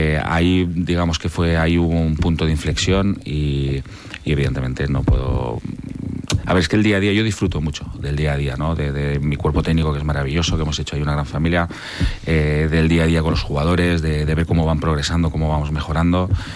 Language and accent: Spanish; Gandia, Valencian Community, Spain; yo que soy de Gandía, que he jugado más de 10 años en el Club de Fútbol Gandía